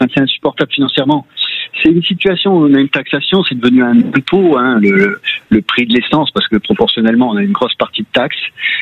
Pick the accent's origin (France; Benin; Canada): France; en tant que Français